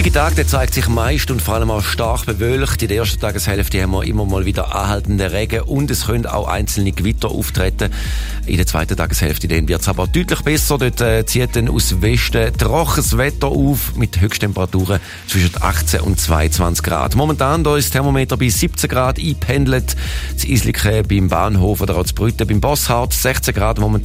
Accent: Thurgau, Switzerland; Ich ziehe auch zurück in meine Heimat, nämlich in Thurgau.

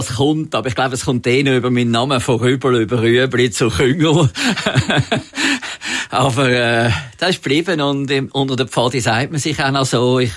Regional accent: Zurich, Switzerland; Aber natürlich bin ich aufgewachsen in Zürich und der Zoo war näher und ich war sehr viel im Zoo.

